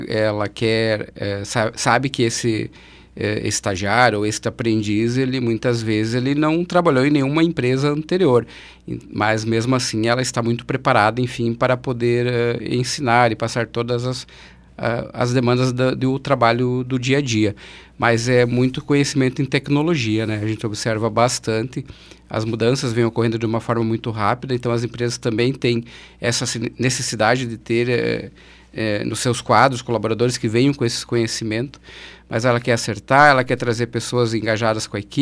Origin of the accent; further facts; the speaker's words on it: Carazinho, Rio Grande do Sul, Brazil; Inclusive eu sou aqui natural de Carazinho também.